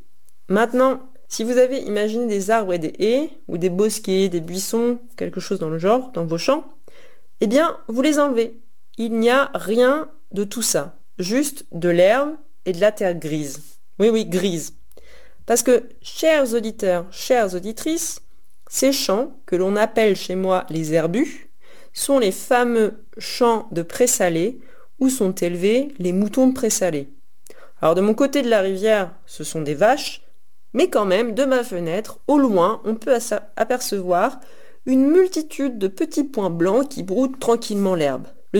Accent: Vince, Normandy, France; Je viens de Normandie et de ce que l'on appelait anciennement la Basse Normandie. Et plus précisément, je suis née et j'ai grandi à côté d'Avranches, dans le sud Manche, dans un petit village qui s'appelle Vince.

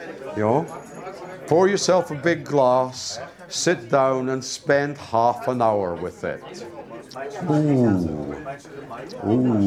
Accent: Scotland, United Kingdom; So we say in Scotland, we have our own old language, the Gaelic.

